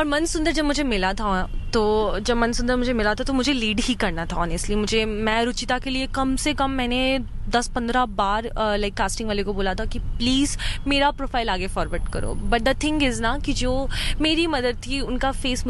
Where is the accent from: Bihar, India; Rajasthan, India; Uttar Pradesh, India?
Rajasthan, India; मैं राजस्थान से बिलोंग करती हूँ